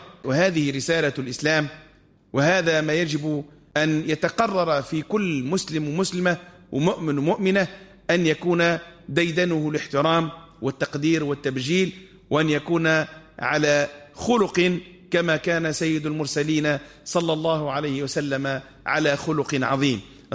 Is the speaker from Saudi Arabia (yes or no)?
no; Tunisia; اللهم اجعل بلدنا تونس أمنا أمانا، رخاء سخاء،